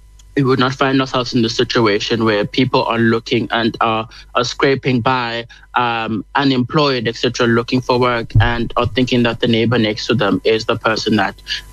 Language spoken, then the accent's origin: English; South Africa; As South African, as a nation, I think we need to look at how people are engaging with this topic